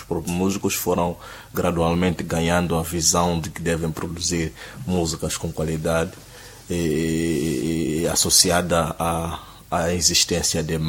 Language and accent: Portuguese; Tete, Mozambique; eu sou de Tete, sou filho daqui